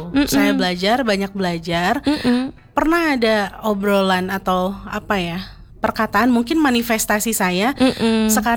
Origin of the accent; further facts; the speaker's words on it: Garut, West Java, Indonesia; now in Bandung, Indonesia; Berhubung saya berasal dari Garut yang Sunda banget.